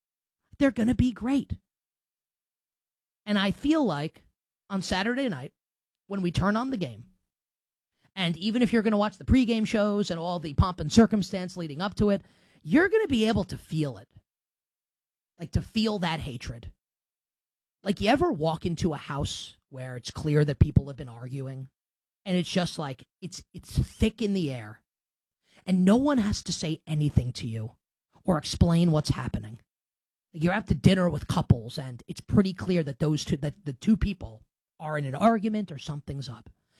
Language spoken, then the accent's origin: English; New York, United States; I have no attachment. I grew up in New York. It's not like that for me.